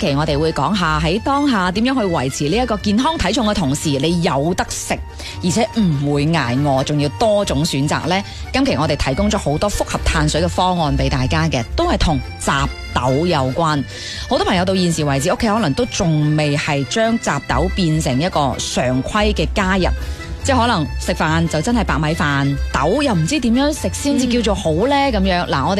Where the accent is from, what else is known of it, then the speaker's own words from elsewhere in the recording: Guangdong, China; 好似我哋广东人咁咧，都希望系可以食个靓糖水嘅咁样。